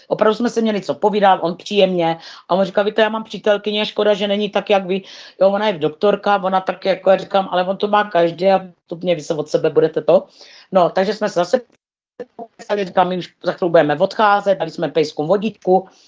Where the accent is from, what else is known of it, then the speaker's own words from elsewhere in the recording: Moravia, Czechia; A říkají, odkud jste, vy máte, já říkám, no z Moravy. My vždycky, když jsme řekli s Pájou, že jsme z Moravy